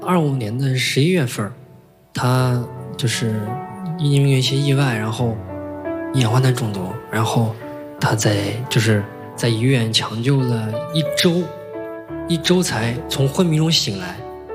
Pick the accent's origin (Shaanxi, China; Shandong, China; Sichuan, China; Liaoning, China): Shaanxi, China; Yan'an; 然后我是来自陕西延安，啊，是一名石油化工的销售人员。